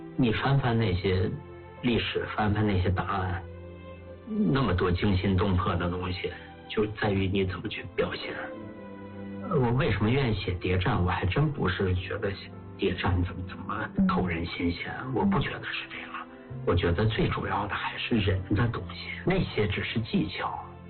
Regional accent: Heilongjiang, China; 因为我本身是黑龙江人嘛，小时候文牧多，我对那块土地特别熟悉嘛。

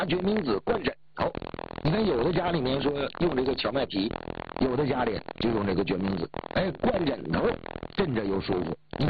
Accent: Northeast China, China; 那我记得小的时候在东北，这个每次吃了橘子剩那个皮儿

